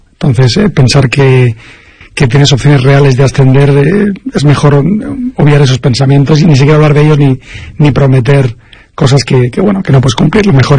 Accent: Madrid, Community of Madrid, Spain; Yo soy de Madrid, pero mi padre era de Badajoz.

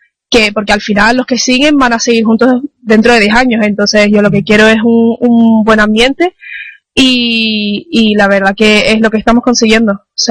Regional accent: Lanzarote, Canary Islands, Spain; also born or lived in England; now in Las Palmas, Spain; yo crecí en Lanzarote

